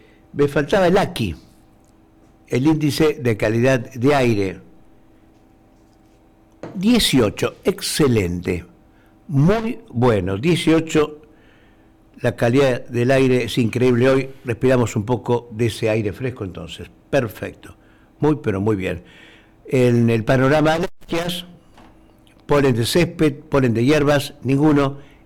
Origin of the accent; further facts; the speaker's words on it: Argentina; como todo argentino, acá estoy con los verdes amargos.